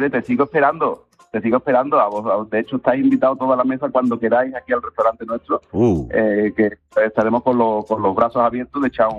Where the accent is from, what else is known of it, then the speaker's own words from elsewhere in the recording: Matalascañas, Andalusia, Spain; Yo soy de Lapino, de Matalascaña.